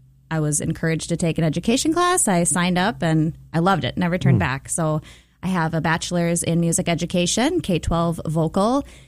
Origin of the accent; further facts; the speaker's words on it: Forest Lake, Minnesota, United States; also born or lived in Detroit Lakes; So I grew up in Forest Lake, Minnesota.